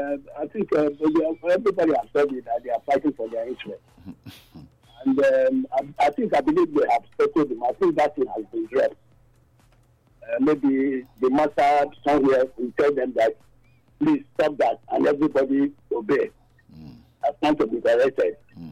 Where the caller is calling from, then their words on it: Nigeria; I'm calling from Old Town Community.